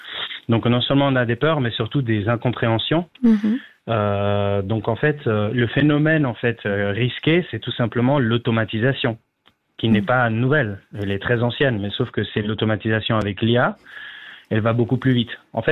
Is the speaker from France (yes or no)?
no; Switzerland; ce qu'on appelle chez nous en Suisse les seniors, ça veut dire les 55 plus, j'y suis bientôt